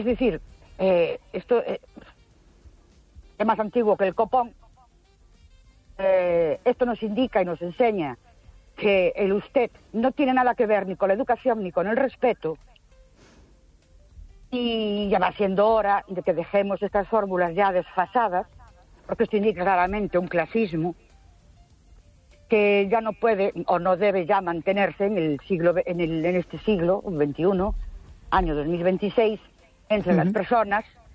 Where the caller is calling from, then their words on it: Ourense, Galicia, Spain; de Ourense.